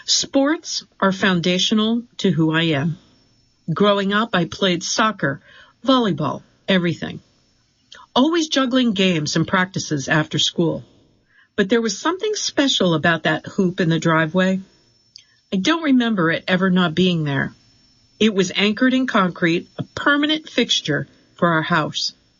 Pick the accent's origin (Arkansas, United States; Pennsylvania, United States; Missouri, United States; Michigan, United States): Missouri, United States; Jefferson City; When I was growing up in Jefferson City, Missouri, after school, my younger brother and I played basketball in the driveway until the sun went down